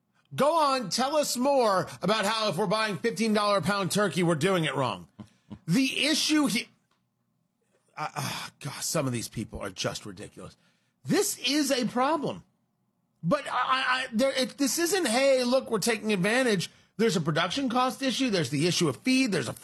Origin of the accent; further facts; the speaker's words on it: New Jersey, United States; because, I mean, growing up in Jersey, the idea that things had to be sliced paper thin